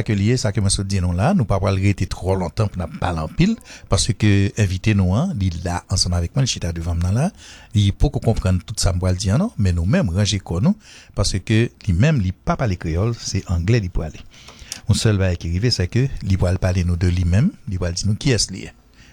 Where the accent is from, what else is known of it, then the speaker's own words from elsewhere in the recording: Haiti; Well, you know, I'm from Haiti, and every time we talk about Pennsylvania, we think about Amish.